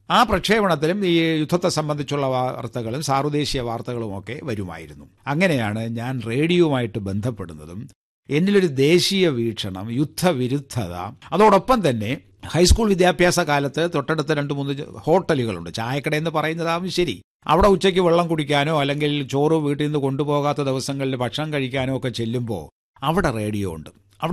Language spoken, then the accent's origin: Malayalam; Kerala, India; കാരണം ഞാൻ ജനിച്ചു വളർന്നത് ഒരു ഗ്രാമത്തിലാണ്. നെയ്യാറ്റിൻകര താലൂക്കിലെ ആനാവൂർ വില്ലേജിൽപ്പെട്ട ഒരു പ്രദേശത്താണ് ഞാൻ ജനിച്ചതും വളർന്നതും. എൻ്റെ ബാല്യകാല വിദ്യാഭ്യാസവും ഒക്കെ അവിടെയായിരുന്നു.